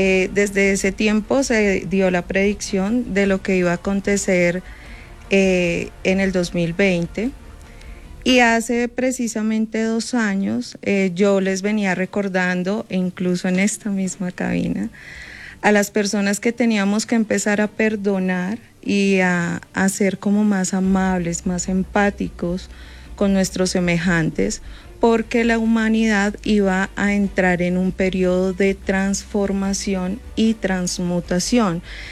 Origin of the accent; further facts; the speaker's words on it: Casanare, Colombia; Soy oriunda de Casanare, Llanera.